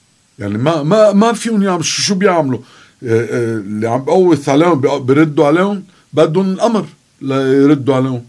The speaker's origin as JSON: {"language": "Arabic", "country": "Lebanon", "said": "نحن كلبنانيين"}